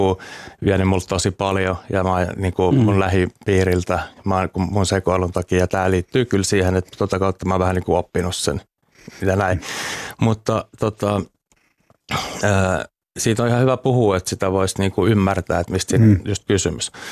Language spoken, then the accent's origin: Finnish; Helsinki, Uusimaa, Finland; mä oon täällä pyörinyt koko ikäni.